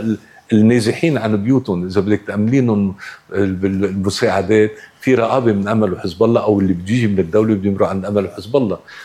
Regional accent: Lebanon; أنا كمواطن لبناني

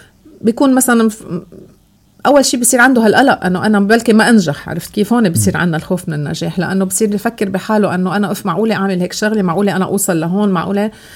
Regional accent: Lebanon

